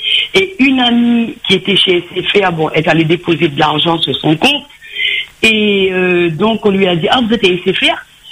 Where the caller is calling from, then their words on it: Évry, Île-de-France, France; Je suis du 91, dans l'Essonne, à Évry.